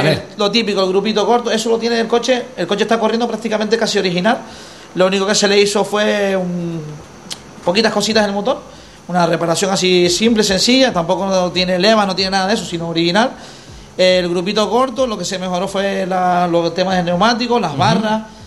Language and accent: Spanish; Puerto de la Cruz, Canary Islands, Spain; now in Puerto Santiago, Spain; yo procedo del Puerto La Cruz, pero llevo 22 años en Puerto Santiago.